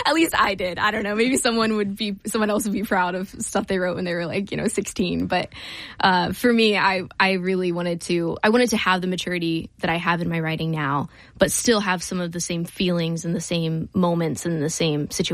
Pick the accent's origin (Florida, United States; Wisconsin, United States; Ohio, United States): Ohio, United States; Chillicothe; moved away as an adult; now in Columbus, United States; I grew up in Chillicothe originally. Okay. Yeah, I moved here in August of 24, so I'm somewhat new to Columbus, but yeah, I grew up in a little farm about 20 minutes outside of Chillicothe